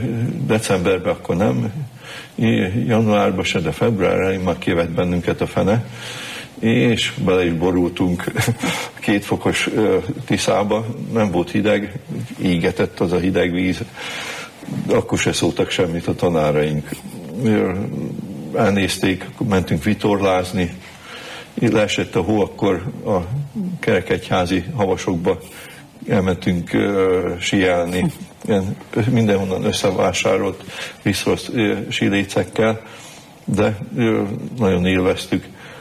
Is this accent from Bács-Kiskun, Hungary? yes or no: yes; Jánoshalma, Bács-Kiskun, Hungary; also born or lived in Kecskemét; Hát egy falusi családban nőttem föl. Szülőfalomba születtem. Jánoshalmán akkor még volt szülőotthon. Egy egyszerű családba, ahol két dolog volt szent, a család és a hit.